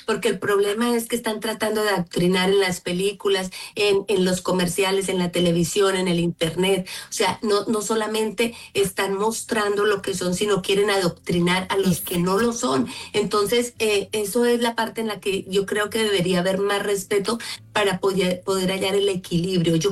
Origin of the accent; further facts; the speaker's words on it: Colombia; Bueno, yo soy de Colombia.